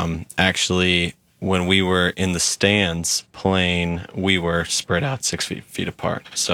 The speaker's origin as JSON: {"language": "English", "region": "Georgia", "country": "United States", "moved": "yes", "said": "I'm from Georgia."}